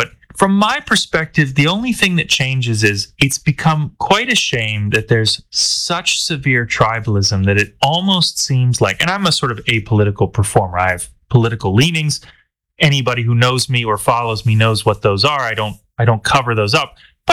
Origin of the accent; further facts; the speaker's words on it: Cleveland, Ohio, United States; my hometown, been cheering them on since I was 6 years old, the Cleveland Guardians